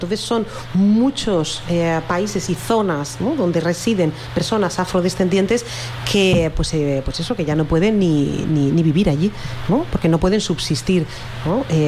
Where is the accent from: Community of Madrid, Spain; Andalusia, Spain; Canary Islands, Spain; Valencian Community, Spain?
Valencian Community, Spain; Valencia; Yo soy de Benimaclet. Bueno, nací ahí y me tuve que ir. Sí, me tuve que ir a un barrio cercano por lo mismo.